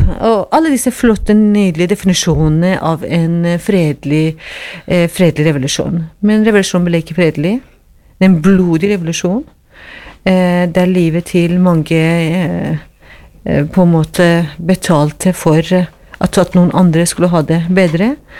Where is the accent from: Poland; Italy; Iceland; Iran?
Iran; Tehran, Tehran Province; Norwegian is a second language; moved away as an adult; now in Norway; Ja, jeg hadde utdannelse bak meg da jeg kom fra Teheran. Jeg var ferdig med artium og hadde første året på...